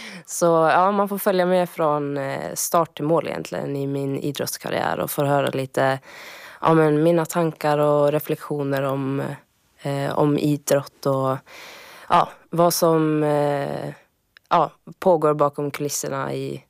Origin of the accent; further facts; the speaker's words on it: Saltvik, Västernorrland County, Sweden; also born or lived in Östersund / Oslo; now in Stockholm, Sweden; jag är ju född och uppvuxen i Saltvik. Och ja, men har ju en bakgrund som idrottare och skidskytt. Och ja, har bott i både Östersund och Oslo